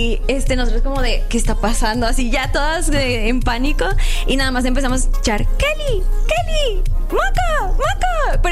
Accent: Mexico; muchos de los mexicanos podrán estar de acuerdo conmigo porque todos crecimos viendo anime en el Canal 5.

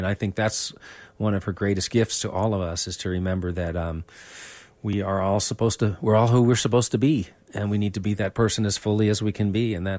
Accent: New York City, New York, United States; I'm from Manhattan

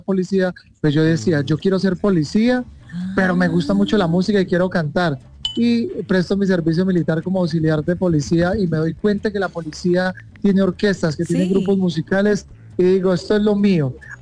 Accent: La Tebaida, Quindío, Colombia; un profesor de la Tebaida Quindío, de donde soy oriundo

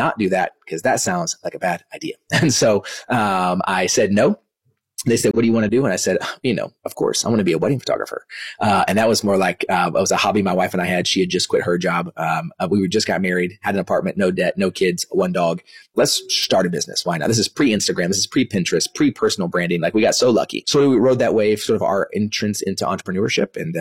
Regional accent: Dallas, Texas, United States; born or raised there; also born or lived in Kansas

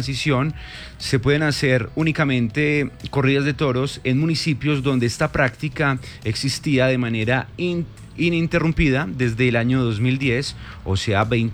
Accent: Manizales, Caldas, Colombia; a nosotros los que somos de aquí de Manizales

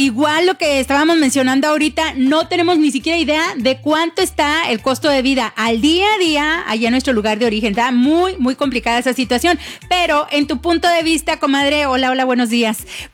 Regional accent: Mexico; moved away; la gran mayoría que estamos ahorita en esta mañana por aquí platicando somos mexicanos

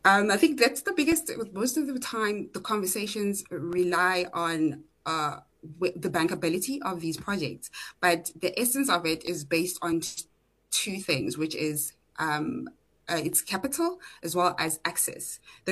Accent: South Africa; as much as I'm a South African

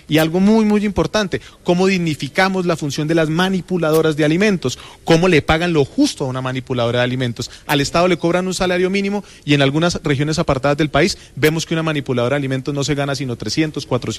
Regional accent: Vélez, Santander, Colombia; yo soy de Vélez, Santander, de la provincia

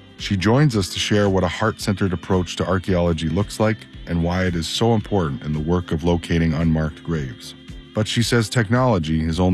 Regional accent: Peguis First Nation, Manitoba, Canada; I'm from Pegwas First Nation in Manitoba

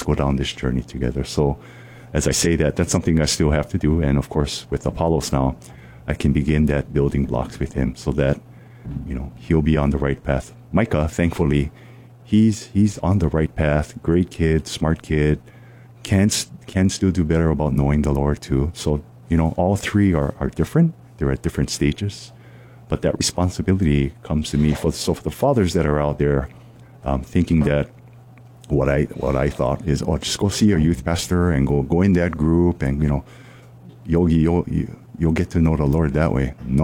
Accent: Kailua, Hawaii, United States; I had a really good friend growing up in Kailua

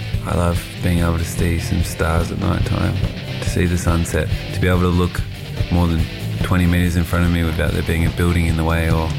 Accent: Ocean Grove, Victoria, Australia; moved away as an adult; also born or lived in Childers, Queensland; now in Tennant Creek, Australia; I was born in Childers Towers in Queensland, but I spent most of my childhood and my life living in Victoria, in a place called Ocean Grove, just about 20 minutes out of Geelong. I came out to Tennant Creek

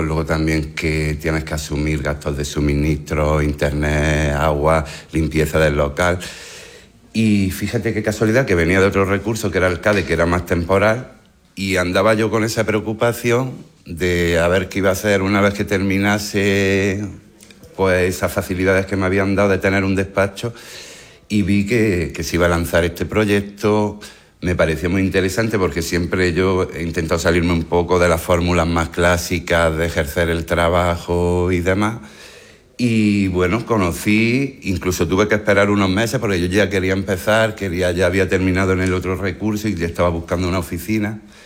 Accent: Motril, Andalusia, Spain; moved away as an adult; yo era un inmigrante motrileño que se fue en la crisis, estuvo como unos 10 años fuera. Quería regresar a mi tierra

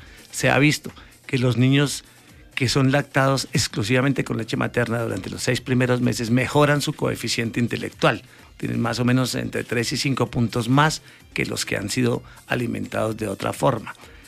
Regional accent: Duitama, Boyacá, Colombia; yo soy de Duitamense, salí de acá para hacer mis estudios y volví en el 1991. Ya llevo 35 años de pediatra aquí en el municipio.

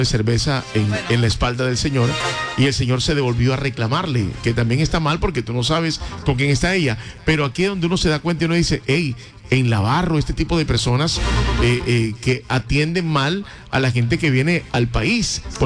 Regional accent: Colombia; nosotros como colombianos, si algún día tenemos la oportunidad de tener un Mundial aquí

